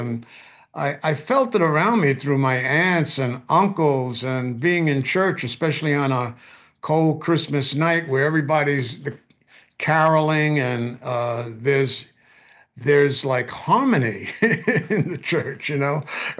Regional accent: New York City, New York, United States; I grew up in the Bronx.

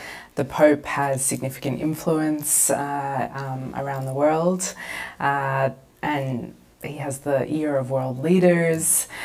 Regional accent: Australia; also born or lived in Italy; Yes, so I was born in Italy. I grew up in Australia, but we're very much in an Italian family.

